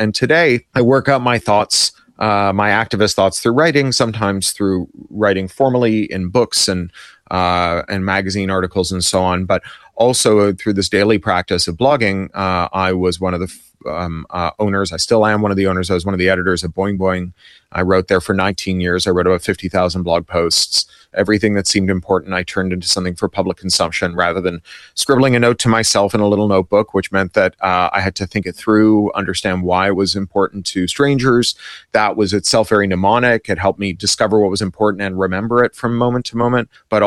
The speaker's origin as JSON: {"language": "English", "town": "Toronto", "region": "Ontario", "country": "Canada", "tie": "born or raised there", "said": "I'm Canadian. And I grew up in Toronto."}